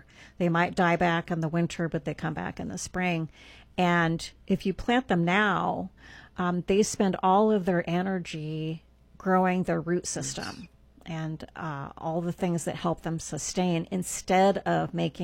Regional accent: England, United Kingdom; Well, I was born in England. My dad was in the Air Force.

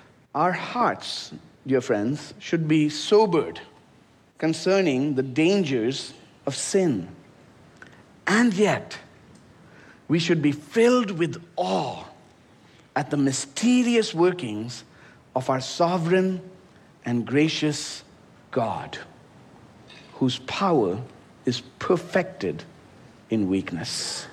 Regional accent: India; the so-called father of my home country, India, they call him.

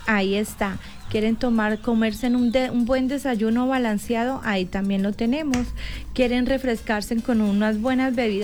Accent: Palermo, Huila, Colombia

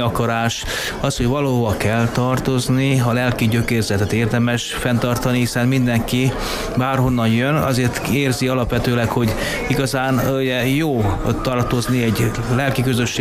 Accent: Bonyha, Mureș County, Romania; also born or lived in Marosvásárhely; Igen, hát ugye Marosvásárhely közelében, tehát az iskola, Marosvásárhelyen jártam többnyire, de Bonyháról származom, ami Marosvásárhely melletti községnek számít, 30 kilométerre van Marosvásárhelytől

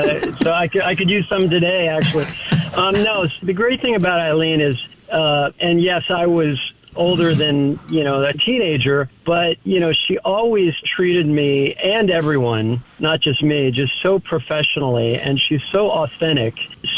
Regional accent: Dallas, Texas, United States; moved away as an adult; also born or lived in Los Angeles; I'm very close with my family that I grew up with in Dallas, Texas, but being a young person out kind of on their own in Los Angeles

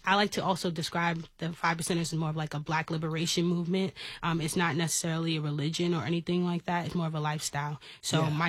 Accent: New York, United States; moved away; I'm actually from New York

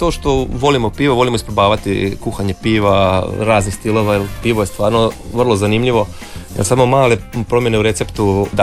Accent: Osijek, Osijek-Baranja County, Croatia; now in Karanac, Croatia; Ja sam iz Osijeka.

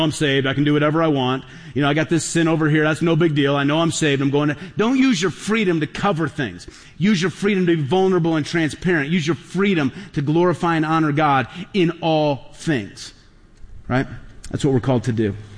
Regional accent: United States; Because I'm an American and I'm an individual and I'll do whatever I want whenever I want it.

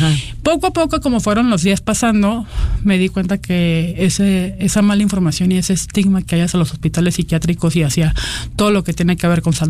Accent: Mexicali, Baja California, Mexico; Yo soy de Mexicali y yo no sé cómo lo hicieron mis amigas.

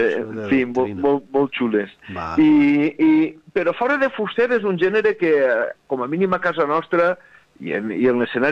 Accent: Altea, Valencian Community, Spain; que mon pare és d'Altea, jo soc d'Altea, m'he criat així, però ma mare era del Coll, no?

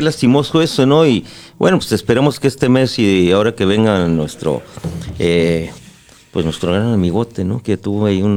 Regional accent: Mexico; sigan siendo mexicanos, hombre, defienda la soberanía día a día, no un mes, todo el año, toda la vida, todo lo que puedan, siéntanse orgullosos de ser mexicanos.

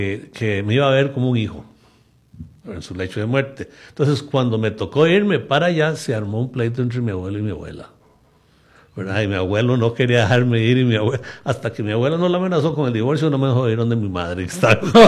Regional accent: Costa Rica; born there; Yo me crié también todos los 3 meses de vacaciones en las fincas. Porque mi abuelo tenía ingenio azucarero y cultivaban caña de azúcar y había muchas fincas.

